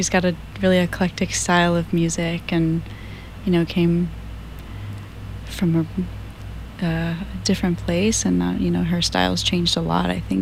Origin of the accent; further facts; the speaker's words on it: Boston, Massachusetts, United States; now in Kauai, United States; I was born and raised in Boston, and I've been living on Kauai here over a year now.